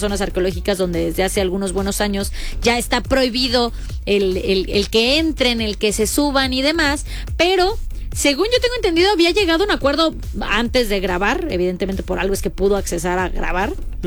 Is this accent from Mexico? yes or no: yes; Mexico; a nosotros como mexicanos